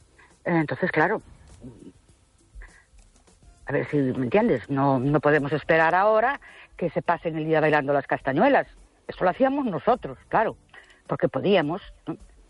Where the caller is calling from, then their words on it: Ourense, Galicia, Spain; Buenas noches … de Orense.